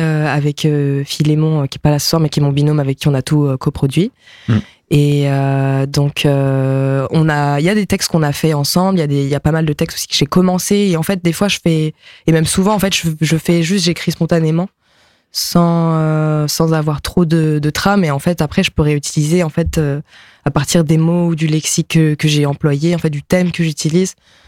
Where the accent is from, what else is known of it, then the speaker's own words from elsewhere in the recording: Pays de la Loire, France; first language Japanese; C'était vraiment ma langue maternelle, mais en fait, mes parents étaient en Belgique, ils ont bougé. À Nantes, à côté de Nantes quand j'avais 4 ans, donc oui, j'ai vraiment grandi.